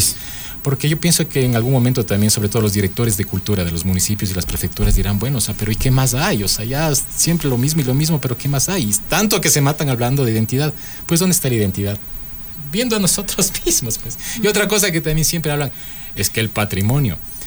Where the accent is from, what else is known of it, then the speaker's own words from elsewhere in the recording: Otavalo, Imbabura, Ecuador; también soy de Otavalo.